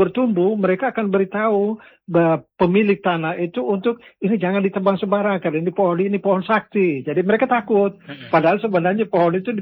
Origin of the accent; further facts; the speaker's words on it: East Nusa Tenggara, Indonesia; Ternyata itu untuk kami orang Lio, filosofisnya bahwa rumah adat yang pakai atap limas itu ibaratnya mereka datang dengan perahu